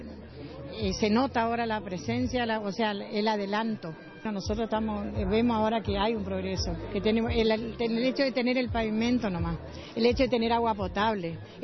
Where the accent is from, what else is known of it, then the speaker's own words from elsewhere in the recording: Laguna Limpia, Chaco, Argentina; Yo me fui de acá y volví hace 14 años. Vine acá por la tranquilidad y porque quiero terminar mi vida acá, en el pueblo.